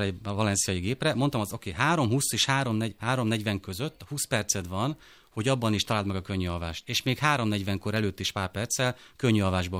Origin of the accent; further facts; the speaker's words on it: Szabolcs-Szatmár-Bereg, Hungary; én Szabolcsi vagyok